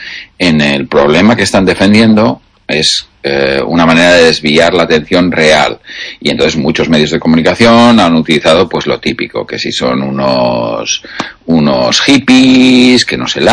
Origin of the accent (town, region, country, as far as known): Zaragoza, Aragon, Spain; born or raised there